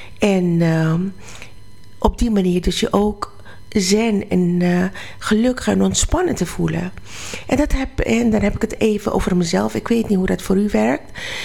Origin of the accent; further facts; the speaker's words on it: Suriname; moved away; toen ik opgroeide in Suriname